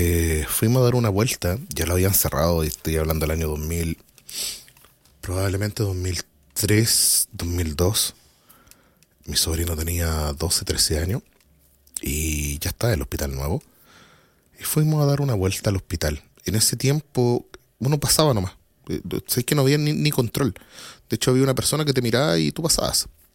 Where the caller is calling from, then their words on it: Santiago, Santiago Metropolitan Region, Chile; Yo soy de Santiago.